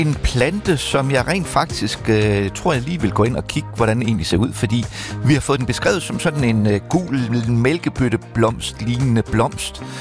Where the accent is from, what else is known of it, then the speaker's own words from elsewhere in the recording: Saltum, North Denmark Region, Denmark; i skolekøkkenet hjemme på Saltum Centralskole